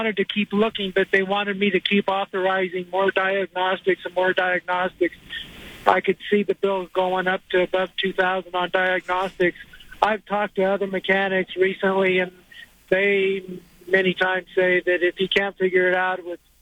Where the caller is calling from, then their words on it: Castle Rock, Colorado, United States; I'm from Castle Rock